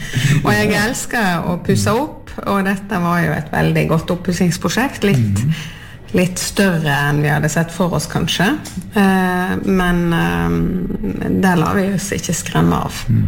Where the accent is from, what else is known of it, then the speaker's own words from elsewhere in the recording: Sotra, Vestland, Norway; moved away as an adult; now in Jostedal, Norway; så kom jeg fra Sotra.